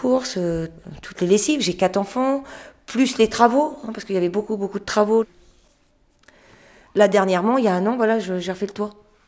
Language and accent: French; France; Je suis française convertie à l'islam.